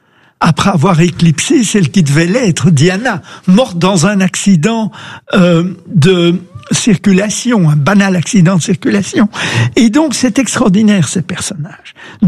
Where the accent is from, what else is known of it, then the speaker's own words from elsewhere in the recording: Brussels, Brussels-Capital Region, Belgium; Après tout, je suis bruxellois, donc c'est l'Union européenne, c'est chez nous.